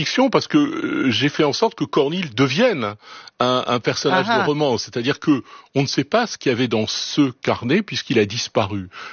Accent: Roanne, Auvergne-Rhône-Alpes, France; born there; moi, je suis né à Rouen.

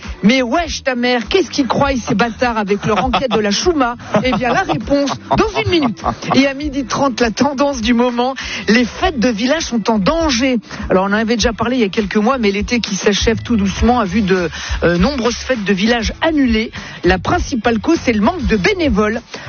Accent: Italy; French is a second language; moi, je parle, je suis italien, moi je parle avec les mains, moi tu le sais bien.

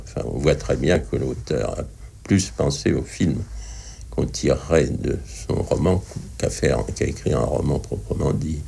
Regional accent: Le Havre, Normandy, France; même des personnages sont plus ou moins ressemblants à des personnages que j'ai connus dans mon enfance au Havre.

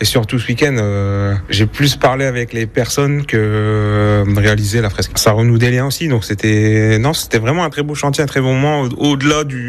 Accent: Lens, Hauts-de-France, France; Bah, moi, je suis né à Lens, donc j'étais à l'école publique à Lens.

